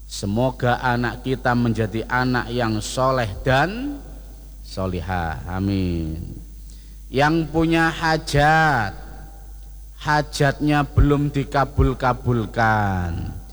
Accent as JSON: {"language": "Indonesian", "town": "Sidoarjo", "region": "East Java", "country": "Indonesia", "accent": "East Javanese (Jawa Timuran)", "said": "Yang paling parah tempat saya Sidoarjo Surabaya"}